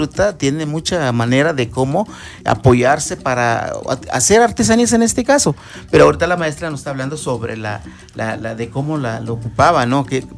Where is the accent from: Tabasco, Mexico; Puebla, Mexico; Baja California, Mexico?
Puebla, Mexico; San Miguel Tzinacapan; yo que vengo de San Miguel Sinacapan